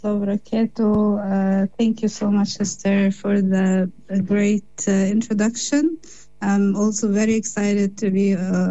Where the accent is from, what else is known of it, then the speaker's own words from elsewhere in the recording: Cairo, Cairo Governorate, Egypt; moved away as an adult; now in Canada; I was raised in a middle class family, born and raised in Cairo, Egypt